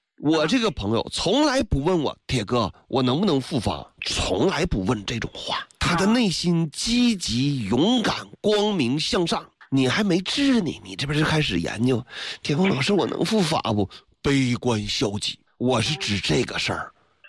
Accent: Northeast China, China; 大家知道我是东北人

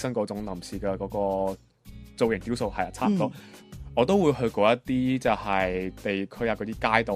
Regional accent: Macau

